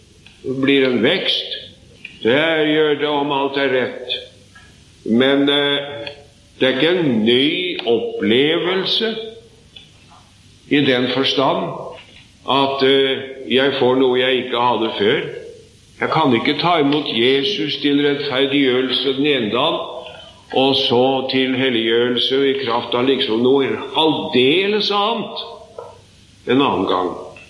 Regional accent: Sarpsborg, Østfold, Norway; born or raised there

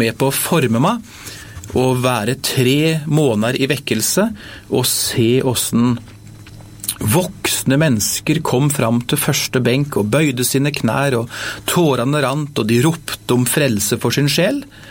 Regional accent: Bamble, Telemark, Norway; moved away; en liten enkel ungdom fra Bamble kommune i Telemark fylke.

